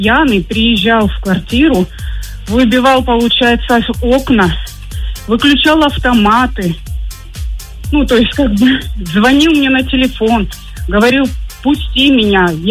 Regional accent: Primorsky Krai, Russia; То есть, как бы, мы из Приморского края. И Владивосток за тебя.

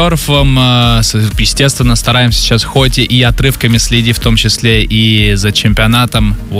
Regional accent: Novosibirsk, Novosibirsk Oblast, Russia; я родом из Новосибирска, там снега у нас полно

